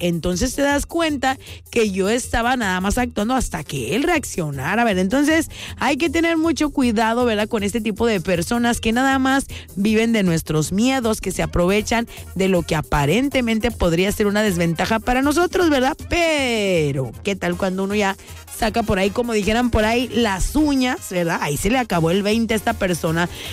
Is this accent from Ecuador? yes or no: no; Mexico; somos los mexicanos